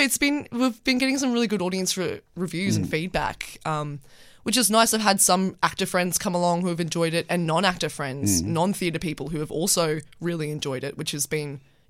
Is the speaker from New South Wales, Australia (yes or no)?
no; Queensland, Australia; Which I'm from Queensland, so it was my first time in Perth